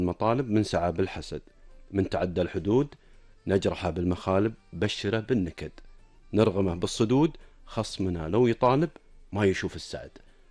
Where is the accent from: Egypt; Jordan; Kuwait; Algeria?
Kuwait; ارض الكويت ديرتنا الحبيبه الغاليه.